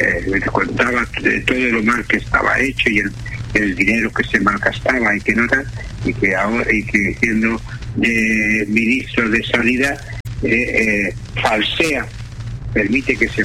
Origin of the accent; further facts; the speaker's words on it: Tarragona, Catalonia, Spain; born there; Sí, yo que nací en la Imperial Tarraco, que fue la primera capital de Roma, de la Hispania